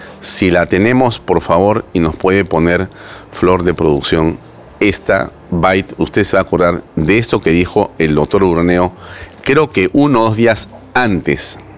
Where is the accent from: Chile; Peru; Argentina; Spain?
Peru